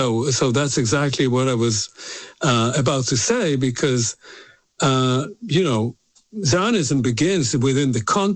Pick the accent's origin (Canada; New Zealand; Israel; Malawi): Israel; Tel Aviv, Tel Aviv District; moved away as an adult; also born or lived in Oxford, United Kingdom; now in United States; I was born in Israel in the mid-1950s. I was born in a kibbutz. I was raised in Tel Aviv. I, you know, went to school in Israel.